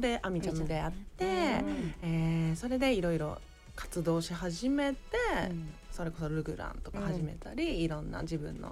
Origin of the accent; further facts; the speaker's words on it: Sapporo, Hokkaido, Japan; now in Tokyo, Japan; 私も札幌出身なんですよ